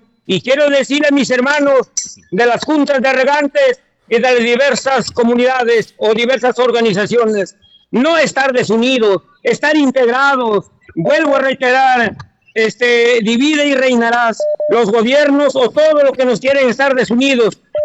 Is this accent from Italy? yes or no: no; Peru; mi pueblo peruano